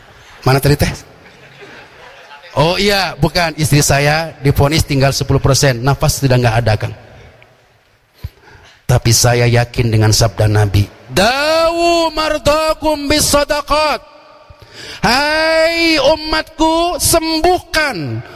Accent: East Java, Indonesia; Saya asli orang Madura, Kang.

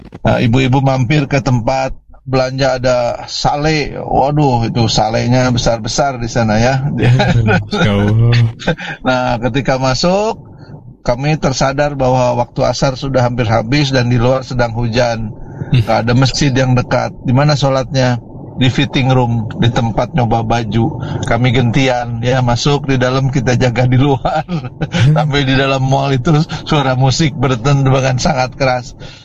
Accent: Padalarang, West Java, Indonesia; beda negara ya, kita mah dari Padalarang, Cimahi.

